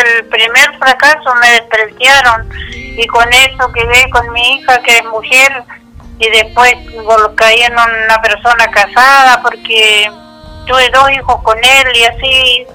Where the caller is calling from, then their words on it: Quemchi, Los Lagos, Chile; De Kemchi, por Chiloé